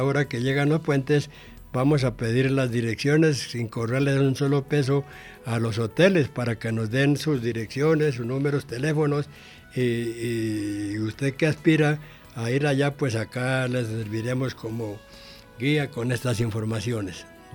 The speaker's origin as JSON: {"language": "Spanish", "town": "Tocaima", "region": "Cundinamarca", "country": "Colombia", "said": "Mi tierra, la Ciudad Salud de Colombia, como es conocida Tocaima"}